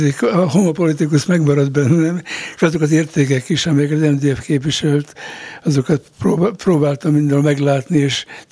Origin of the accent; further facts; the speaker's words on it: Hungary; Na szóval Budapok, hogy 80 nőttünk fel egy nagyházban itt a szomszédban. Úgy kerültünk Budapokra, hogy apám Székely és Kolozsváron végezte egyetemet, hogy anyám is Kolozsváron végezte a szociális főiskolát, és ő viszont budapoki volt, egy budapoki sváb családnak